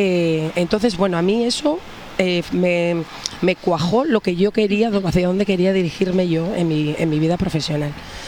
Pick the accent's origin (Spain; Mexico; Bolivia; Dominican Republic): Spain; Bilbao, Basque Country; born there; also born or lived in Aguilar de Campoo; now in Cantabria, Spain; Nacida en Bilbao, en el País Vasco, con sangre castellana, de la zona de la Montaña Palentina, pero de adopción me siento totalmente cántabra. Llevo ya 18 años viviendo en Cantabria